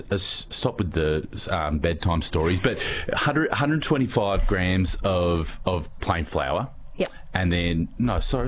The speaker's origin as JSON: {"language": "English", "town": "Adelaide", "region": "South Australia", "country": "Australia", "tie": "born or raised there"}